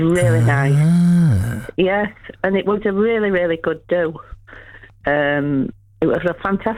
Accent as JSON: {"language": "English", "town": "Bradford", "region": "Yorkshire and the Humber", "country": "United Kingdom", "said": "Yeah, I'm from Bradford."}